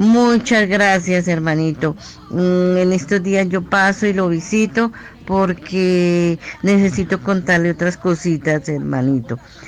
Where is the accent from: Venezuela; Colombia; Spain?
Colombia; Garagoa, Boyacá; soy de Garagoa, yo fui y los visité a la Puerta del Llano